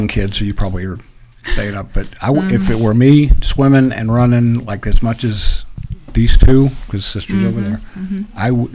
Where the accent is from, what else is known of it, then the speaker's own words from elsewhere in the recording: Kansas, United States; now in Lubbock, United States; I'm from Kansas, so I say that not just to indicate that it's flat because it's actually not where I'm from